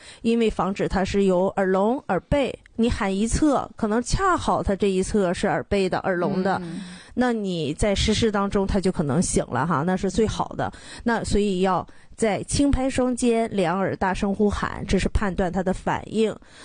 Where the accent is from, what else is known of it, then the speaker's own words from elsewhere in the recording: Dalian, Liaoning, China; 就咱们大连话叫心口窝了。